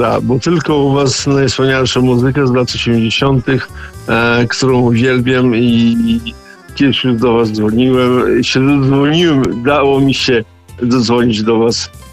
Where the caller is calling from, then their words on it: Augustów, Podlaskie Voivodeship, Poland; pochodzę z Augustowa